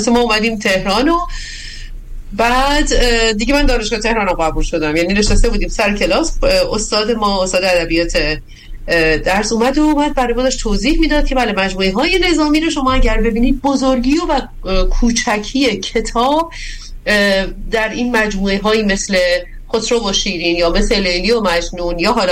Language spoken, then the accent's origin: Persian; Gilan, Iran; خب من دستمو گرفتم بالا، من گیلکم.